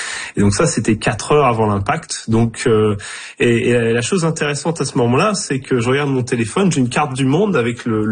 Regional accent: Normandy, France; Et là je vois que c'est très proche de là d'où je viens, en Normandie.

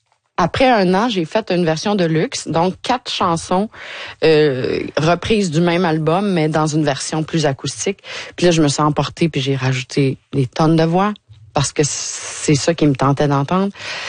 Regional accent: Quebec, Canada; born there; moved away; J'étais en Gaspésie.

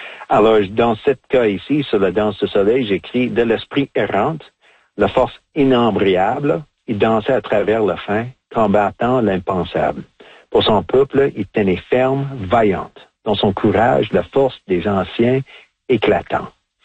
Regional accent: Saskatchewan, Canada; French is a second language; now in Manitoba, Canada; je suis un franco-manitobain d'option. Mais de penser quand même d'être une Première Nation de Saskatchewan

